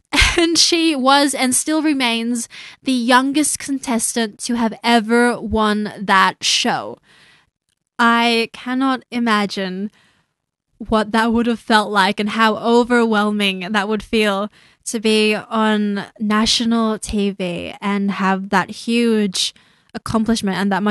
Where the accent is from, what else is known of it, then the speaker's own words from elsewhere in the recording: Australia; as a Filipino Australian